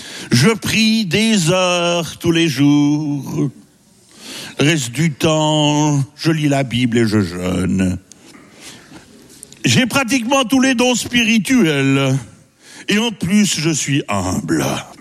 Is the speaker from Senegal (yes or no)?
no; Switzerland; je suis suisse